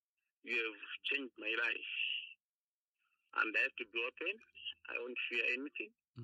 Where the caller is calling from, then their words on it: Lusaka, Lusaka Province, Zambia; I'm calling you from … here in Lusaka, Zambia.